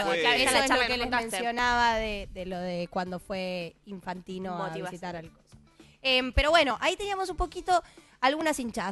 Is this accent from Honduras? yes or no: yes; Honduras; Yo soy hondureño.